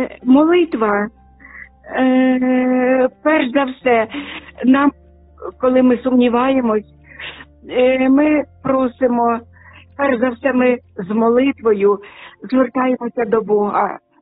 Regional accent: Sumy Oblast, Ukraine; Я хочу перш за все передати моє вітання на мою Україну, на мою рідну Сумщину, в Київ, мою рідну столицю України.

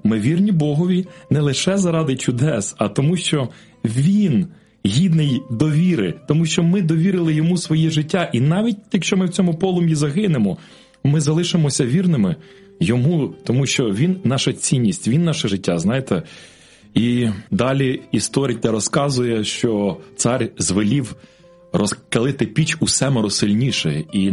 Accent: Bila Tserkva, Kyiv Oblast, Ukraine; Я з Білої Церкви.

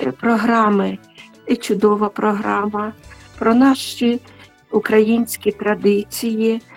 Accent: Sumy Oblast, Ukraine; moved away; Великий привіт на мою рідну Україну, на мою рідну Сумщину.

